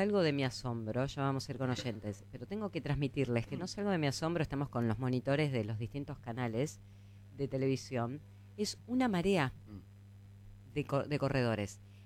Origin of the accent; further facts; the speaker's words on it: Uruguay; Mirá que yo también soy uruguaya